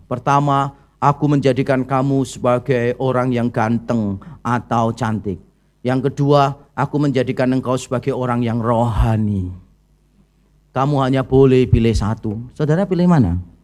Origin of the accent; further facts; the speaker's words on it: Indonesia; Orang Indonesia kan biasanya begitu kalau shopping